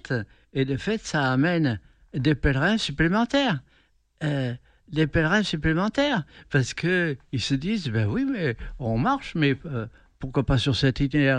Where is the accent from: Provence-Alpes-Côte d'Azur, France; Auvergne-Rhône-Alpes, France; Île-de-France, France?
Provence-Alpes-Côte d'Azur, France; chez nous, en Provence